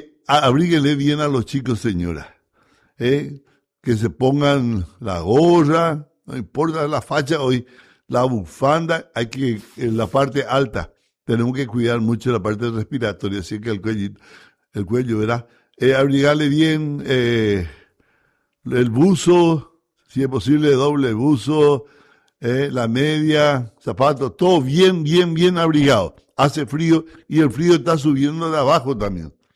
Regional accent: Paraguay

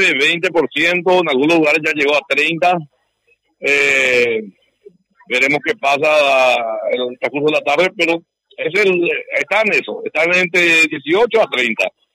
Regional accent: Fram, Itapúa, Paraguay; soy frameño con identidad frameña. Y voto y ejerzo mi derecho en mi pueblo.

